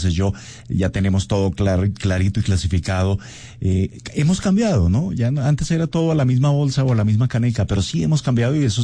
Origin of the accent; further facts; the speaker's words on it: Colombia; Ya se ha crecido como sociedad, como colombianos, la cultura ciudadana, el consumo responsable, Mónica.